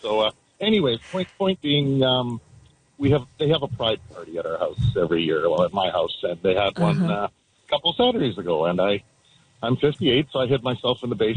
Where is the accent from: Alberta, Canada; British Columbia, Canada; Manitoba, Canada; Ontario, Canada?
Alberta, Canada; Edmonton; I'm actually from Edmonton. I'm on my way to Victoria to go to kayaking